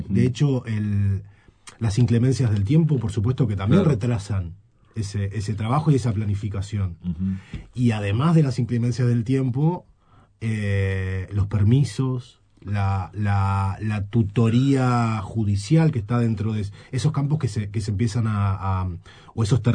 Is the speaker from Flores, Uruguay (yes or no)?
no; Rodríguez, San José, Uruguay; born there; moved away